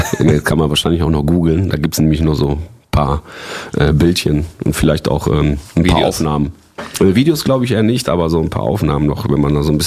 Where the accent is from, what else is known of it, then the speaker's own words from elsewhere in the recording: Recklinghausen, North Rhine-Westphalia, Germany; Damit haben wir uns dann beworben beim Kinderjugendparlament in Recklinghausen, also in meiner Heimatstadt, wo ich jetzt zu der Zeit wo ich halt immer noch lebe